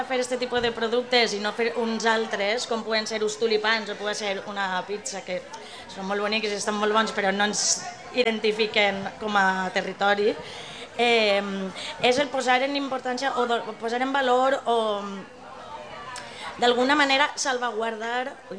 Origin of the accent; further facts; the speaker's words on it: Oliva, Valencian Community, Spain; now in Pego, Spain; d'oliva, que és el meu poble, i el meu poble adoptiu, que és Pego, on estic super a gust